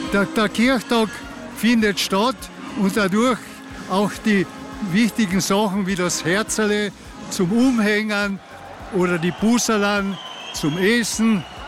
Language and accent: German; Villach, Carinthia, Austria; Dipsuppen, die wir da traditionell bei uns in Villach kochen, ist das Fleisch nach dem Kochen.